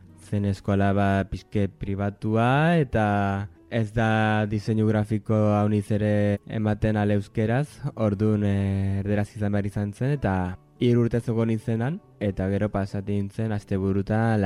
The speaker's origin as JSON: {"language": "Basque", "town": "Elizondo", "region": "Navarre", "country": "Spain", "tie": "born or raised there", "also_born_or_lived": "Mexico", "said": "Elizondokoa naiz, 28 urte ditut. Elizondotik gero pastu nintzen Iruñarat, eta Iruñatik Kanborat, eta bukatut Urketan."}